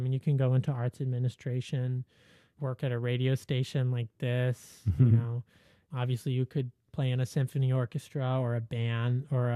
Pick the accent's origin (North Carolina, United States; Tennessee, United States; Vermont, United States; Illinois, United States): Vermont, United States; Given that I'm from Vermont, I like to take walks.